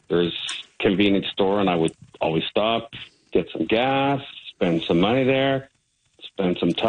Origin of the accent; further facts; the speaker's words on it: Ottawa Valley, Ontario, Canada; also born or lived in New Brunswick; now in Kitchener, Canada; I grew up in the Ottawa Valley, so Highway 7 through Perth.